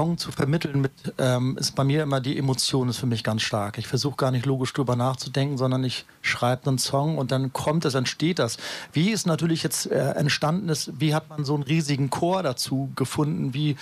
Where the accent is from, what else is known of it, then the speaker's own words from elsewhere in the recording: Wismar, Mecklenburg-Vorpommern, Germany; moved away as an adult; now in Lübeck, Germany; ich komme ursprünglich aus Wismar an der Ostsee und das ist ja auch so eine Hansestadt. Und ich kam hierher